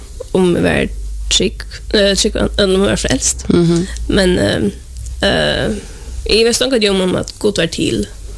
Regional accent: Klaksvík, Faroe Islands; jeg fra Klaksvik.

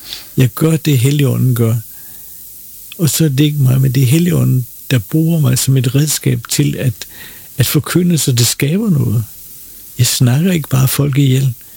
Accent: Copenhagen, Capital Region of Denmark, Denmark

